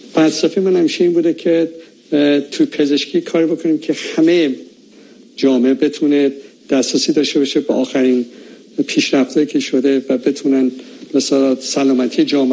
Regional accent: Tehran, Tehran Province, Iran; born there; من در تهران متولد شدم

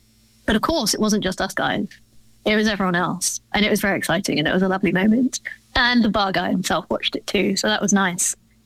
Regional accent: England, United Kingdom; And I've instituted this norm that as English people do and also as philosophers do, after the philosophy session, we go to the pub to talk about philosophy.

